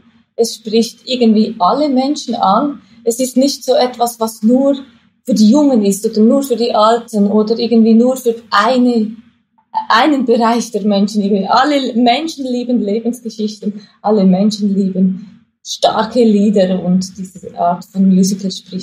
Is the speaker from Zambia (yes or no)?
no; Switzerland; accent: Swiss German; moved away as an adult; now in Hamburg, Germany; Ist mein Schweizerdeutsch, Hochdeutsch so ein bisschen geblieben